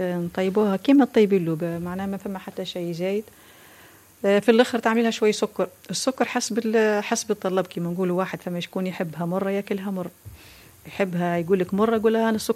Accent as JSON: {"language": "Arabic", "town": "Gabes", "region": "Gabès Governorate", "country": "Tunisia", "said": "فما هو موجود عندنا في جابس"}